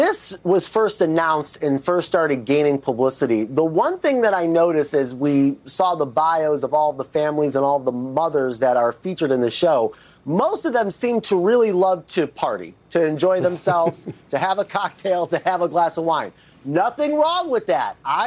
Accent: Niagara Falls, New York, United States; born there; up in Niagara Falls

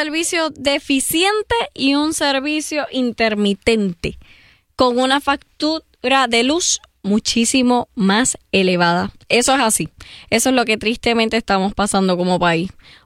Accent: Puerto Rico; nosotros los boricuas somos personas bien fiesteras, bien simpáticos

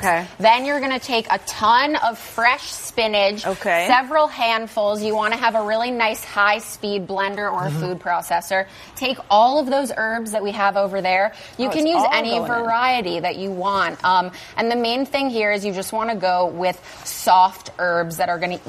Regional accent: Chicago, Illinois, United States; because I'm from the Midwest and I can't help myself.

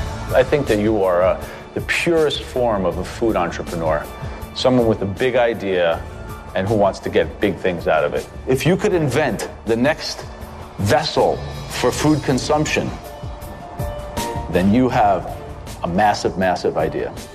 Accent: New York City, New York, United States; because I am a New Yorker like you.

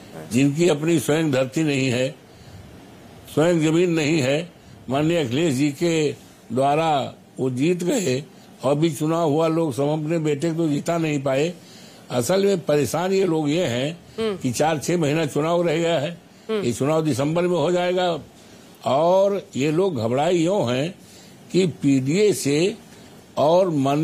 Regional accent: Ayodhya, Uttar Pradesh, India; born there; हम पैदाइशी यहीं से हैं

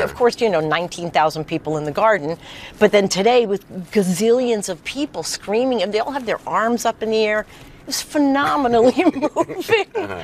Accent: New York, United States; I grew up on Long Island. My parents were Mets fans.

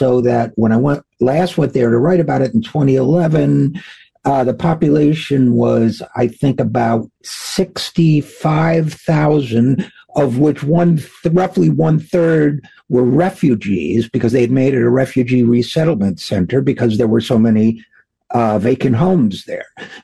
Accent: Utica, New York, United States; Very similar to my hometown of Utica, New York, which when I was growing up there had a population, I think, about 120,000, lost some textile mills.

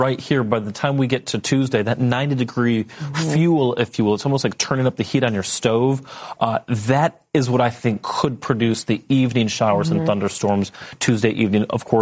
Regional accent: Detroit, Michigan, United States; born there; our hometown of Detroit.

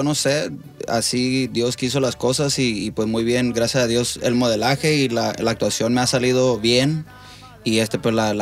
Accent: Los Angeles, California, United States; Yo soy de Los Ángeles, California, representando macizo mi cultura

